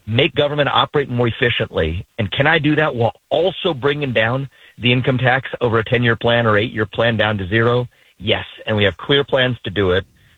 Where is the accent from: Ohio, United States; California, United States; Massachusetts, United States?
Ohio, United States; Cincinnati; now in Columbus, United States; I grew up in Cincinnati, you have them in Columbus where I live now